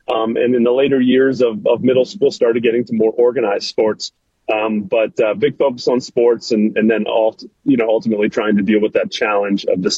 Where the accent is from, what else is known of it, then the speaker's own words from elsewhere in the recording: Baltimore, Maryland, United States; now in Philadelphia, United States; Yeah, so I live in suburban Philadelphia now, but I grew up in Baltimore.